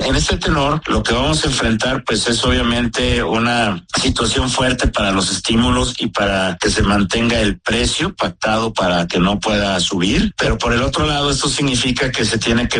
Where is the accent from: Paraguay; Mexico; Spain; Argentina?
Mexico; este precio estable, y ello pues conlleva abrir un gap muy fuerte en las finanzas públicas que todos como mexicanos terminamos pagando.